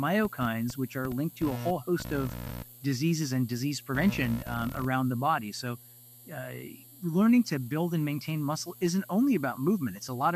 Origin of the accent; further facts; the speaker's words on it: Kansas City, United States; He was a pediatrician who took care of so many thousands of kids in my hometown of Kansas City.